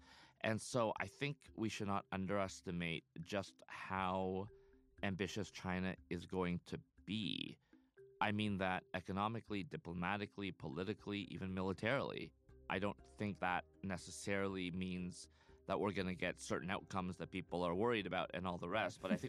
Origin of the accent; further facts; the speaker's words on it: Canada; born there; But my exception was simply that I was born in Canada. I'm Canadian, and therefore I was